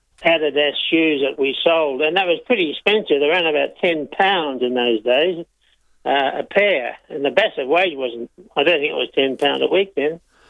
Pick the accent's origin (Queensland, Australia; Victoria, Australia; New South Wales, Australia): Victoria, Australia; Glen Iris; also born or lived in Richmond; And I lived in Glenaris. I had a very supportive, loving family there.